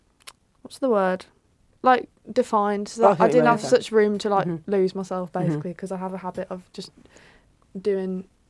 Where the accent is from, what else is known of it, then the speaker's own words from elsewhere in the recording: West Midlands, United Kingdom; accent: Black Country; apparently I sound really black country.